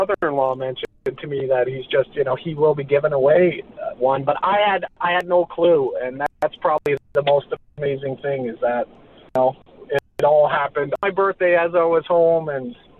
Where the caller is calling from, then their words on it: Harbour Grace, Newfoundland and Labrador, Canada; I'm from Harbor Grace.